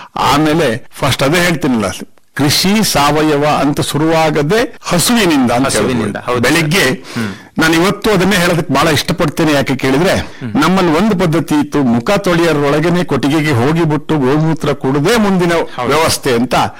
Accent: Ikkeri, Karnataka, India; ಮೂಲತಃ ನಾನು ಹೇಳಬೇಕು ಅಂತಂದ್ರೆ, ಸಾಗರ ತಾಲೂಕಿನ ಇಕ್ಕೇರಿ ಊರು ನಾನು. ನಾವು ಕೃಷಿ ಕುಟುಂಬನೇ.

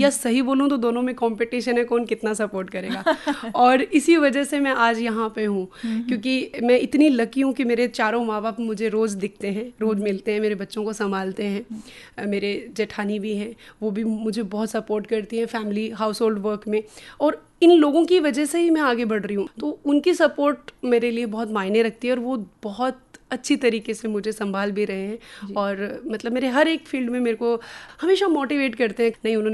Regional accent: Rajasthan, India; first language Rajasthani; Hindi is a second language; हमारी मातृभाषा है और इसको बोलते हुए हमें बड़ा ही प्राउड फील होता है

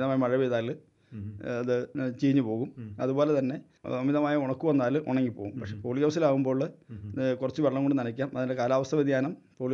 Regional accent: Rajakumari, Kerala, India; എൻ്റെ പിതാവ് ഒക്കെ ഇന്ത്യക്ക് സ്വാതന്ത്ര്യം കിട്ടിയ ഉടൻ തന്നെ, അതായത് ഇടുക്കി ജില്ലയിലെ ആദ്യ കുടിയേറ്റ കർഷകരാണ്. ഞങ്ങളൊക്കെ ജനിച്ചു വളർന്നത് ഇവിടുത്തെ രാജകുമാരി തന്നെയാണ്.

